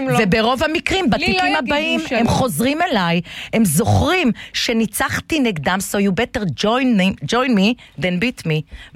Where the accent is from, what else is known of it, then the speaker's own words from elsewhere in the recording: Tiberias, North, Israel; born there; also born or lived in London; נולדתי בטבריה.